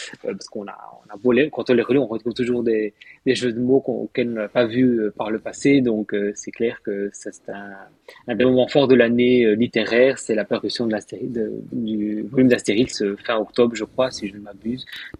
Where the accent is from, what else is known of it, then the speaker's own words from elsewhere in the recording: Spain; now in Brussels, Belgium; je suis venu d'Espagne à Bruxelles, et on voulait garder nos racines avec la péninsule ibérique.